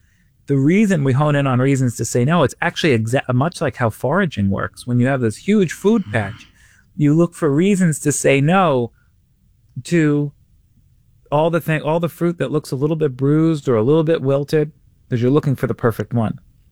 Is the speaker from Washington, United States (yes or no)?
no; New York City, New York, United States; now in Indiana, United States; So I grew up in Queens, a Queens boy